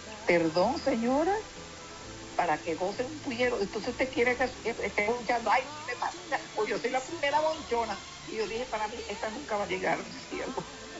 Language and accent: Spanish; Venezuela; now in Madrid, Spain; yo sé que los venezolanos somos venezolanos a uno, mi amor. Yo creo en mi país con o sin razón, yo creo en mi país.